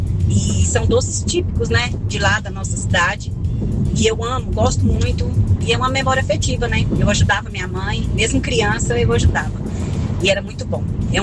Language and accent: Portuguese; Goiás, Brazil; now in Aparecida de Goiânia, Brazil; eu sou da cidade de Goiás, velho, minha mãe era doceira lá.